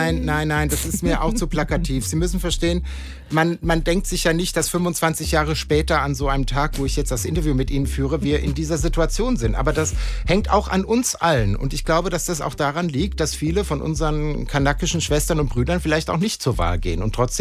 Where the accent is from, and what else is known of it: Germany